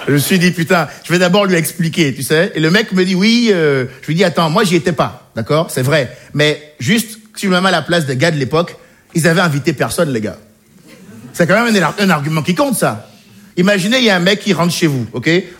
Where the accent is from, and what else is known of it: Benin; born or raised there